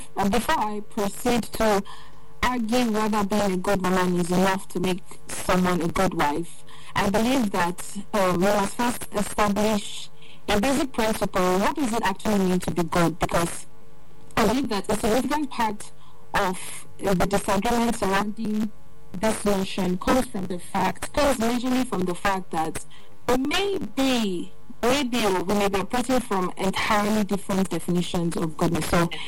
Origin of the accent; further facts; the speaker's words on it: Kenya; now in Doha, Qatar; I'm a Kenyan Doha, and I'm so happy to be here.